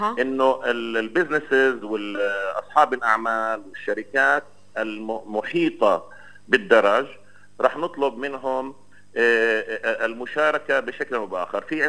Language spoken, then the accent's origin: Arabic; Nablus, Nablus Governorate, Palestine; خصوصية نابلس بين عبال وجرزيم، في عنا 600-700 درج.